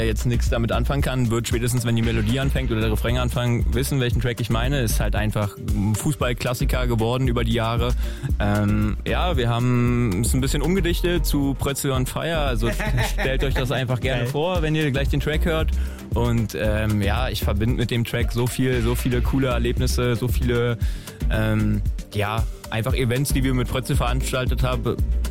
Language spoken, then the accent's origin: German; Strausberg, Brandenburg, Germany; Ich komme eigentlich aus Strausberg, das ist so die nächstgrößtgelegene Stadt, sage ich mal.